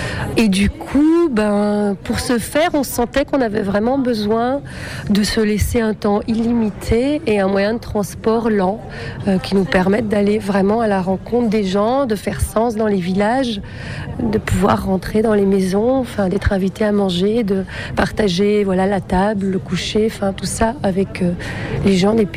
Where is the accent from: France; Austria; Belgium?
Belgium; On s'est rencontrés même à l'étranger, lui espagnol, moi je suis belge.